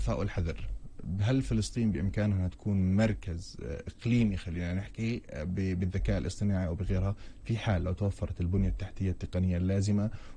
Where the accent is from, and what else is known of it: Palestine